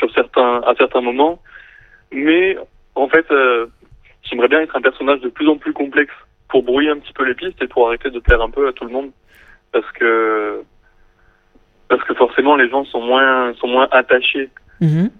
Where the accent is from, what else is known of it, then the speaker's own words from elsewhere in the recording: Toulouse, Occitanie, France; je suis toulousain. Oui. Mais j'ai vraiment fait le tour de la ville depuis des années que j'y vis.